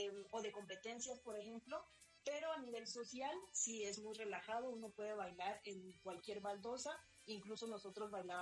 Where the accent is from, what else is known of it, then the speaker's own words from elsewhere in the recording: Mexico; moved away as an adult; now in Bogotá, Colombia; Yo soy mexicana y llevo viviendo aquí en Bogotá por 10 años, precisamente.